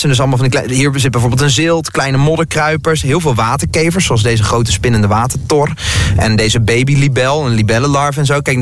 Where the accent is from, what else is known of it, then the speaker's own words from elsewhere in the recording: North Brabant, Netherlands; Ja, en ik kom uit Brabant, hè.